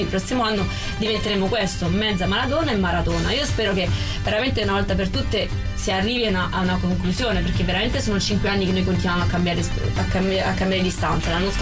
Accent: Apulia, Italy; Molto, la provincia di Taranto.

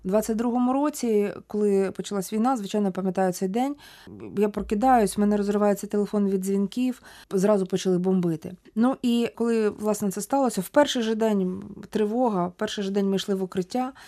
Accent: Kharkiv, Kharkiv Oblast, Ukraine; Ви знаєте, що багатьох людей насправді дивує те, що я ж родом із Харкова. Народилася в Харкові. І закінчила там школу, закінчила університет

